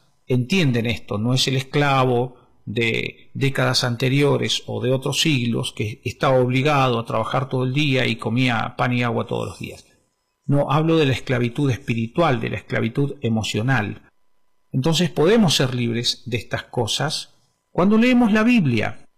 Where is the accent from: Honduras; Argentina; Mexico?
Argentina; Neuquén; also born or lived in Zapala; Y nosotros vivimos aquí desde hace mucho tiempo. En realidad yo soy nacido en Zapala, un pueblito del centro de la provincia de Neuquén. Y aquí estoy, desde Neuquén capital, donde he vivido casi toda mi vida